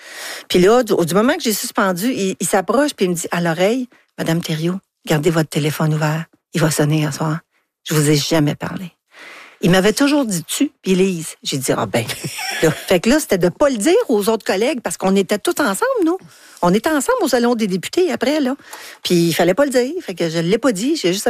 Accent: Anjou, Quebec, Canada; C'était chez nous, mon patelin, les gens que je connaissais, les organismes que je connaissais, que je savais que je pouvais faire une différence. J'ai dit oui parce que c'était chez nous.

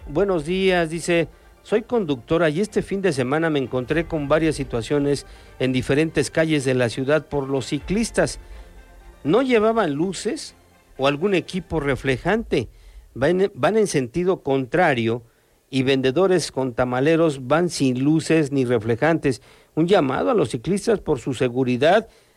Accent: Mexico; Así somos como mexicanos, todo al último, todo al último.

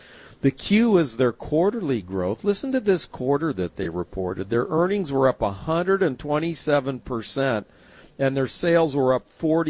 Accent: West Coast, United States; Barry, now I grew up on the West Coast

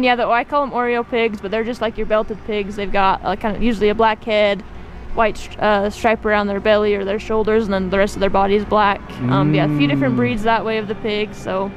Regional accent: Woodruff, Utah, United States; I grew up over in Woodruff, Utah, so Rich County, not too far away. I grew up on my family's cow-calf ranch.

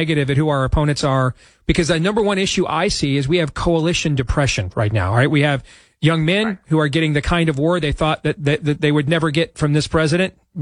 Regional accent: Michigan, United States; now in Iowa, United States; I grew up in Michigan, so I saw a lot of those, right?

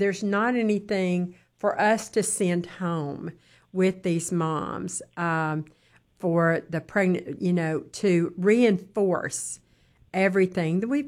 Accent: Mississippi, United States; She's my Mississippi sister because, see, that's my home state. So we clicked right away.

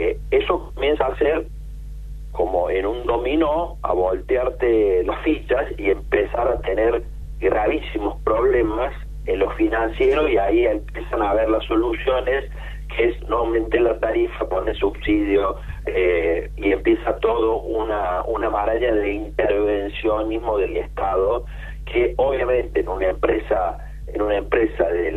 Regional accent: Villa del Totoral, Córdoba, Argentina; un gringo de Villa del Totoral, de donde soy yo

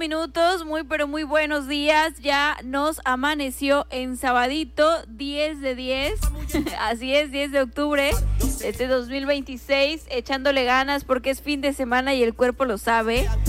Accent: Mexico

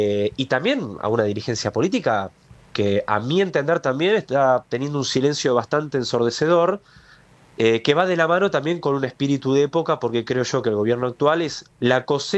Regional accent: Argentina; somos los argentinos de a pie lo que nos estamos defendiendo de un ataque deliberado

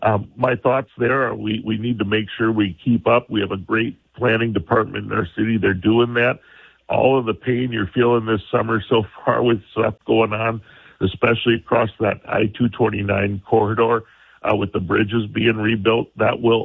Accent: Sioux Falls, South Dakota, United States; The main differences between Christine and I is I'm from Sioux Falls and I'm for Sioux Falls.

